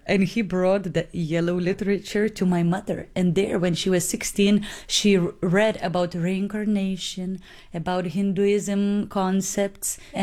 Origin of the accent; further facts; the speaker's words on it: Vilnius, Vilnius County, Lithuania; English is a second language; I'm from Lithuania, Vilnius.